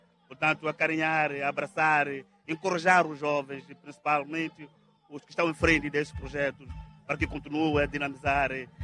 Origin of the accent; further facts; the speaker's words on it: Inhambane, Mozambique; Sou de Inhamban, Fausto, sim. Sou de Inhamban.